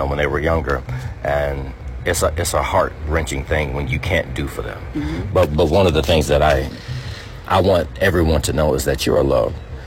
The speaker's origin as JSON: {"language": "English", "town": "Beckley", "region": "West Virginia", "country": "United States", "tie": "born or raised there", "said": "Well, growing up, because I'm from Beckley, West Virginia, growing up in West Virginia, I would often have to use hand-me-downs going to school."}